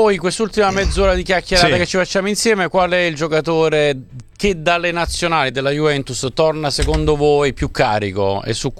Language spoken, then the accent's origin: Italian; Naples, Campania, Italy; io napoletano atipico. Estremamente atipico